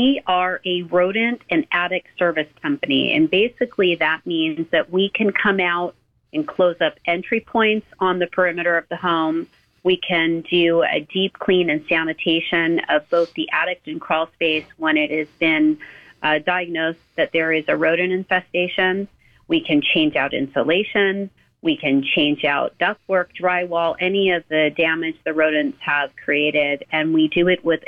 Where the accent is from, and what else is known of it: California, United States; born or raised there